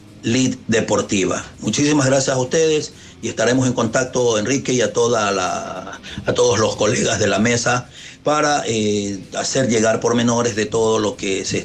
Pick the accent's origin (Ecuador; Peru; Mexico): Ecuador; porque somos hermanos ecuatorianos, somos hermanos de esta hermosa, bella tierra que es el Ecuador